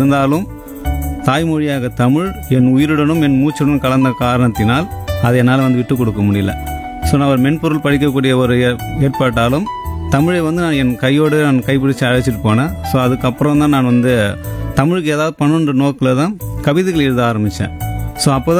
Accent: Chennai, Tamil Nadu, India; first language Tamil; also born or lived in Thanjavur; என்னுடைய சொந்த ஊர் அப்படின்னு பார்த்தீங்கன்னா தரணி போற்றும் தஞ்சாவூர். நான் பிறந்தது எல்லாமே சென்னையில் தான், படித்ததும் சென்னையில் தான்.

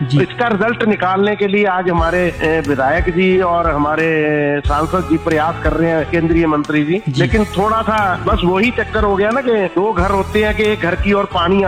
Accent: Bhiwadi, Rajasthan, India; भिवाड़ी से हूं

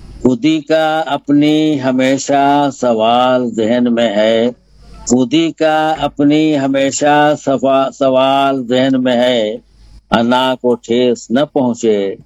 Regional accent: Aurangabad, Bihar, India; मैं औरंगाबाद बिहार का रहने वाला हूँ

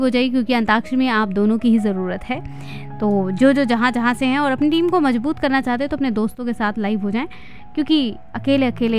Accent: India; हमारे यहाँ यूपी बिहार में

